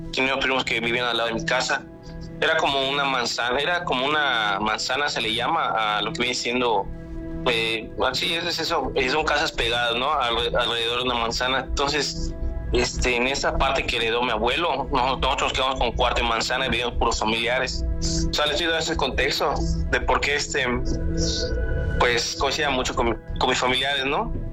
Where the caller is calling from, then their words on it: Mérida, Yucatán, Mexico; de Mérida, Yucatán.